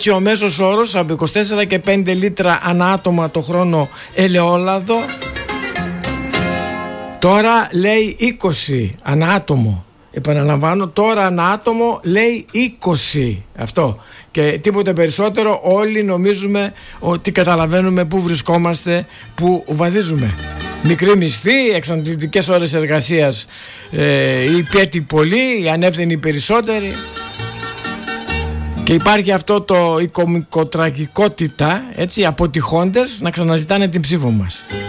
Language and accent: Greek; Greece; ως Έλληνες